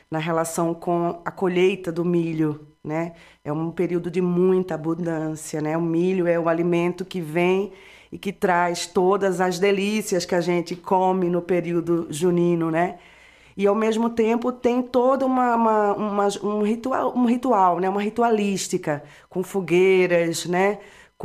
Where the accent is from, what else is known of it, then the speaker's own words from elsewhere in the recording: Limoeiro, Pernambuco, Brazil; Eu sou de Limoeiro, então quem já foi para Limoeiro e gostou de forró de lá, né? Sabe que é uma cidade que tem também uma tradição de festejar em comunidade, né?